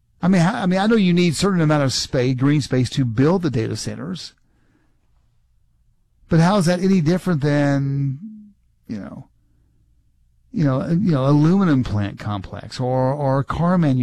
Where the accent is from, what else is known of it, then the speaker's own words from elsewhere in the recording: Hawesville, Kentucky, United States; Even my hometown, Hawesville, which is a small town, but a lot of industry right there on the river.